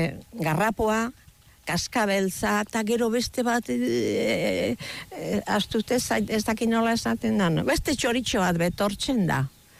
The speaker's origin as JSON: {"language": "Basque", "town": "Bermeo", "region": "Basque Country", "country": "Spain", "also_born_or_lived": "Trintxerpe", "said": "Ez, ni berniotarra naiz, nire sustrai guztia Bermeon daude."}